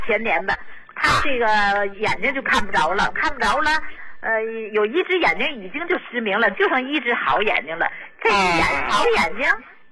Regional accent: Qinhuangdao, Hebei, China; 胡老，我呀就想跟您说一下，我是秦皇岛人。

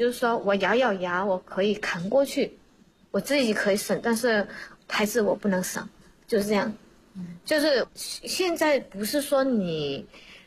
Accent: Chaozhou, Guangdong, China; 我们潮州人就会买很多东西。我记得小时候，像那些方便面呢，对于我童年的时候是比较稀奇的

